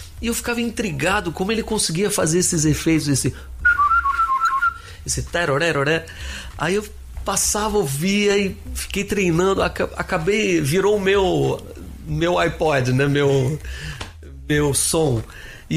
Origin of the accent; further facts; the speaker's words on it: Brasília, Federal District, Brazil; moved away as an adult; now in Rio de Janeiro, Brazil; Meu pai foi transferido pra lá na época, nós somos cariocas e... Eu acabei crescendo lá. Eu fui com 3 anos de idade para Brasília. Então, e saí de lá com 21. Para voltar para as origens, para o Rio ali. Até porque ainda era uma época, isso foi em 86